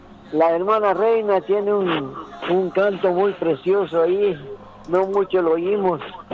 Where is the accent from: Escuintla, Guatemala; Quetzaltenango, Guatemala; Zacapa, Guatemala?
Escuintla, Guatemala; Santa Lucía Cotzumalguapa; now in Santo Tomás, Guatemala; Santa Lucía, Cochamalguapa, mi tierra natal.